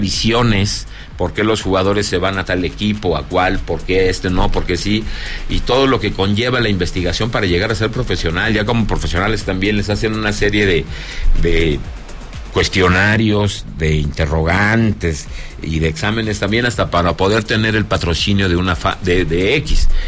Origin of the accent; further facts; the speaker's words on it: Zacatecas, Mexico; Bienvenidos a mi tierra, Zacatecas.